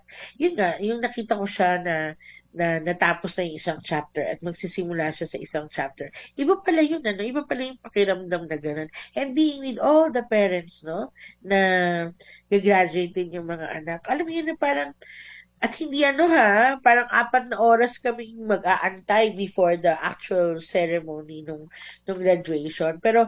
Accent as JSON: {"language": "Tagalog", "region": "Cordillera Administrative Region", "country": "Philippines", "said": "So, I'm from Ifugao."}